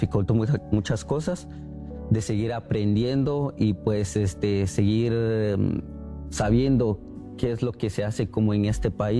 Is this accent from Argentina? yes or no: no; Guatemala; moved away as an adult; now in United States; Soy de Guatemala y actualmente pues tengo 21 años de edad.